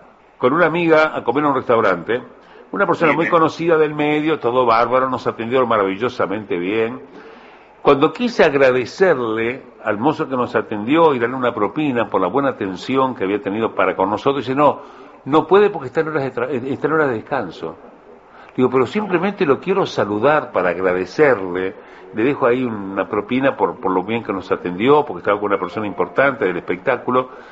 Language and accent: Spanish; Uruguay; Por ser como somos los uruguayos